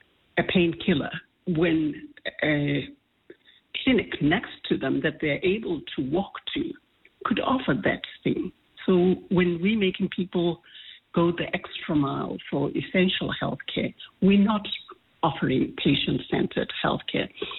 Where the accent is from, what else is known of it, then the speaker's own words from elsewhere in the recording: South Africa; We are South African, and we love this notion of ubuntu, batubili.